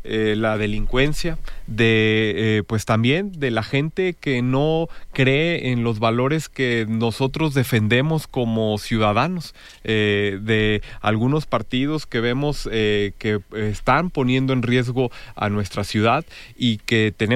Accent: Irapuato, Guanajuato, Mexico; Es el amor que tenemos por Irapuato, por esta tierra que nos ha visto crecer. Aquí yo en lo particular, pues aquí están mis amigos, aquí está la familia que yo decidí formar, aquí están mis ancestros, y bueno, pues esta es mi tierra

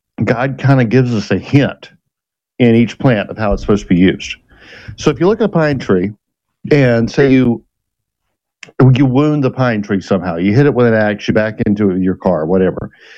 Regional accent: the South, United States; I'm from the South, so we eat a lot of collards and turnips and mustard greens.

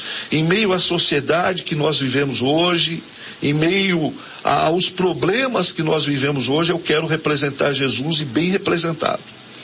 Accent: Bragança Paulista, São Paulo, Brazil; A igreja Deus e Amor tinha acabado de chegar lá na minha cidade, lá em Bragança Paulista.

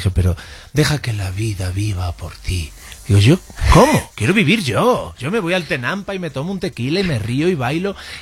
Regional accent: Galicia, Spain; first language Galician; Sí, Galicia, ajá, soy gallego.

